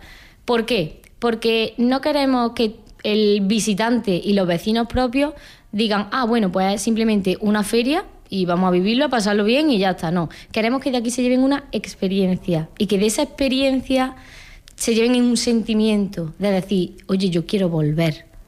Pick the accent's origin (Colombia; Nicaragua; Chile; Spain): Spain; Villanueva del Duque, Andalusia; tengo 27 años y soy de Villanueva del Duque. Llevo toda la vida viviendo aquí. Y por temas de estudios, pues me fui a estudiar a Córdoba.